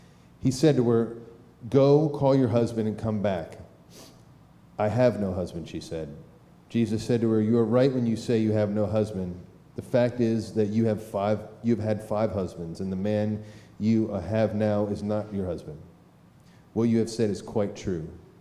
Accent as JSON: {"language": "English", "town": "Philadelphia", "region": "Pennsylvania", "country": "United States", "tie": "born or raised there", "said": "I grew up in Philadelphia."}